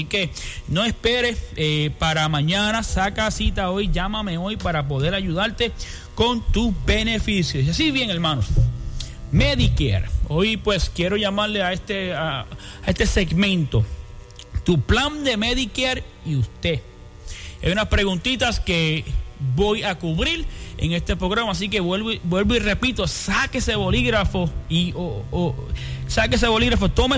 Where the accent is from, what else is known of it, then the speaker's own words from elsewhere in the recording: Puerto Rico; yo sé que somos puertorriqueños, hispanos